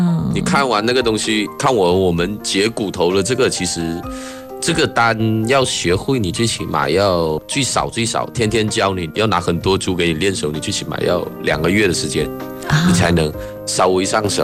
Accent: Hainan, China; 用我们海南人的话说

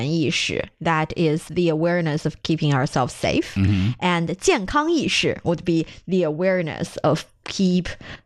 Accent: Taiyuan, Shanxi, China; Well, I am from Taiyuan, which is the provincial capital of Shanxi Province

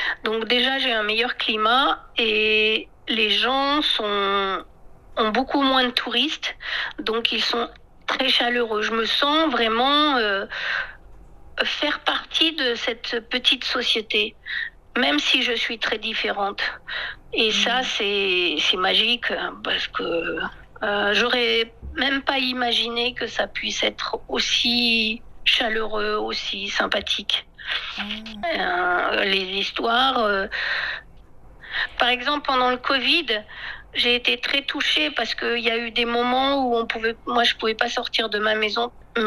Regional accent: France

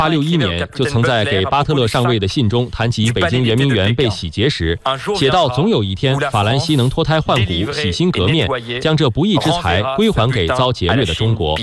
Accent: France; Chinese is a second language; 它触动了中国人的内心，也同样触动了作为法国人的我。

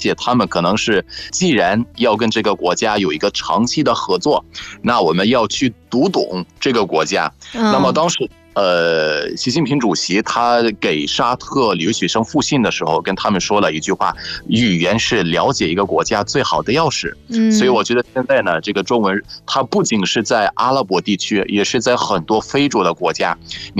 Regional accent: Egypt; Chinese is a second language

